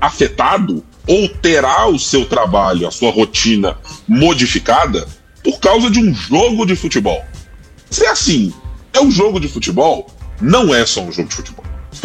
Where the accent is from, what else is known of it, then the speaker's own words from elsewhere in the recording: Brazil; Ela é parte de uma essência do que nós somos como brasileiros.